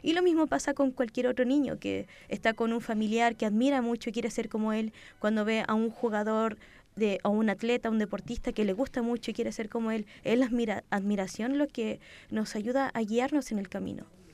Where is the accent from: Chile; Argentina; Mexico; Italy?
Chile; uno les gusta porque se siente identificado como chileno.